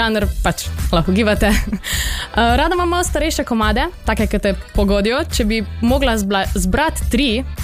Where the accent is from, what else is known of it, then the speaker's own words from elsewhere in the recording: Celje, Savinja, Slovenia; prihajam iz Celja